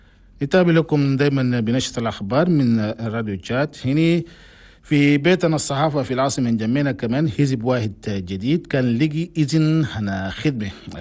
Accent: Chad; هنا بلدنا تشاد

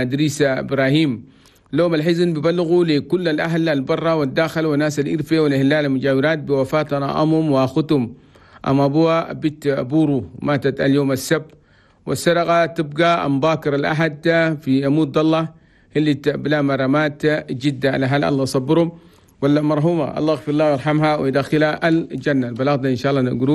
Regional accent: Chad; والخريف المبارك في بلدنا تشاد بلد تومي

